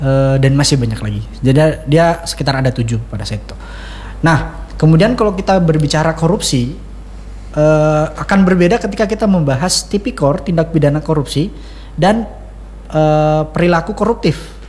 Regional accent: South Sulawesi, Indonesia; kalau misal saya orang Bugis, kita ada nilai mak bere ya namanya.

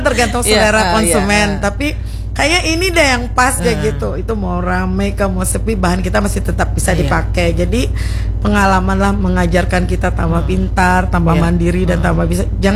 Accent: Banjar, South Kalimantan, Indonesia; Aku orang Banjar

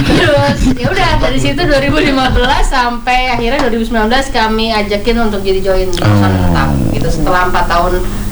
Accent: Jakarta, Indonesia; born or raised there

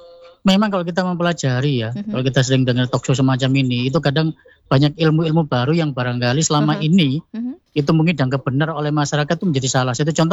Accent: East Java, Indonesia; accent: East Javanese; Kalau dalam bahasa kita Jawa Timuran, itu juga punya ilmu enteng-enteng loh.

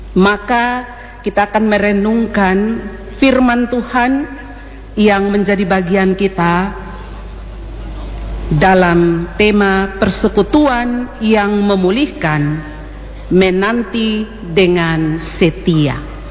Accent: Kupang, East Nusa Tenggara, Indonesia; born there; orang Sabu yang lahir di Kupang. Tapi bersyukur Tuhan kasih kesempatan belajar bahasa Sabu, jadi bisa-bisa sedikit juga.

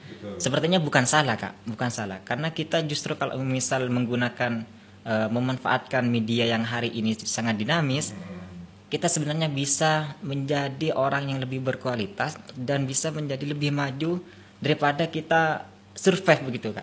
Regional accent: Saronggi, East Java, Indonesia; born there; Saya asli Saronggi di Desa Talang dan saya kuliah di Universitas PGRI Sumenep.

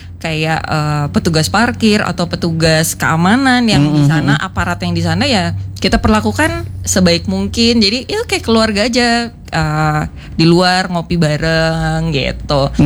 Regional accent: Java, Indonesia; now in Bandung, Indonesia; karena saya orang Jawa ya, yang akhirnya berpindah KTP ke Bandung.

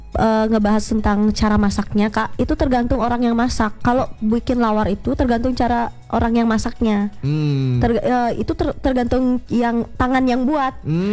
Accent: Gianyar, Bali, Indonesia; Aku anak Gianyar

